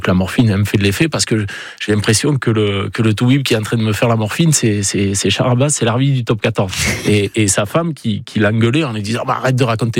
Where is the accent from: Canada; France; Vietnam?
France; Ondres, Nouvelle-Aquitaine; also born or lived in Bayonne; Moi, j'ai grandi sur Ondre, en fait, durant toute ma jeunesse. Et après, et donc, j'allais à l'école à Ondre, au collège à Saint-Martin-de-Séliens, après au lycée à Bayonne, à Cassin.